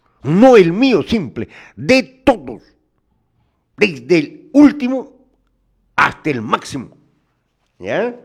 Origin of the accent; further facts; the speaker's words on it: Candarave, Tacna, Peru; soy de Candarave, caramba, donde están los majestuosos volcanes del Tutupac y Ucamani